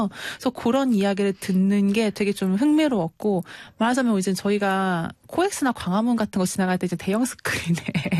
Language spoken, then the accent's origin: Korean; South Chungcheong, South Korea; 제 본가가 충청남도에